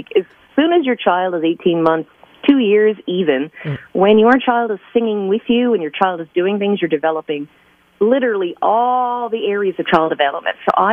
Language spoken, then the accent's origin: English; Newfoundland and Labrador, Canada; when I was growing up in Newfoundland doing my undergrad